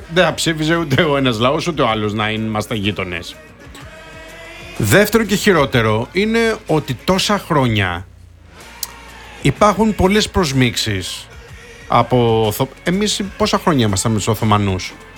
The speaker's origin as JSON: {"language": "Greek", "town": "Mytilene", "region": "North Aegean", "country": "Greece", "said": "Πολλό δε μάλλον εμένα που είμαι και από τη Μυτιλίνη."}